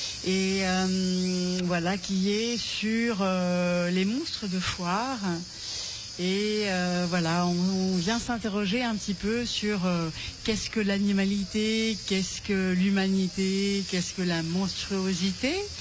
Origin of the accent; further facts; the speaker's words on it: Occitanie, France; moi je suis d'Agnan.